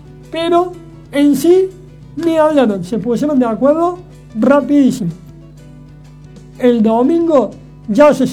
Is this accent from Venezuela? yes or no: no; Córdoba, Argentina; para mí es Córdoba, yo soy cordobés